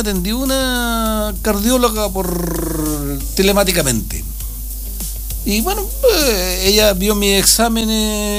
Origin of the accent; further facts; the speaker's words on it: Valle Simpson, Aysén, Chile; como yo soy de Valle Simpson, llamé a la posta.